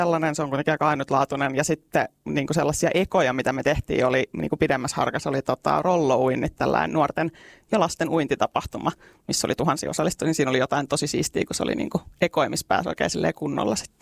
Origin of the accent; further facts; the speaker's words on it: Asikkala, Päijänne Tavastia, Finland; Mä oon siis Asikkalasta kotosin ja Lahdessa paljon pyörinyt